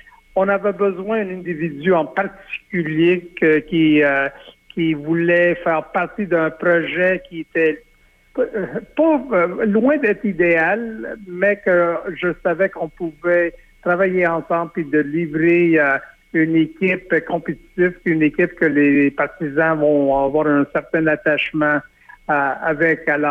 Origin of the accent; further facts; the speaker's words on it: Montreal, Quebec, Canada; pour aller chercher ma crédibilité pour revenir dans ma ville natale puis de souhaiter qu'un jour je peux revenir dans l'entourage des Alouettes de Montréal.